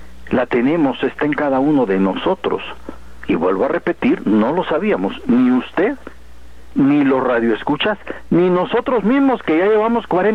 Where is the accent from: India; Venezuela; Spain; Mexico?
Mexico; Oaxaca; Pues mire, allá en mi pueblo, en Oaxaca